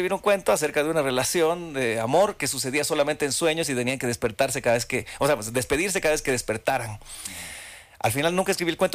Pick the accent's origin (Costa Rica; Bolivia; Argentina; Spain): Bolivia; now in Mexico; yo me escribiría como boliviano ahí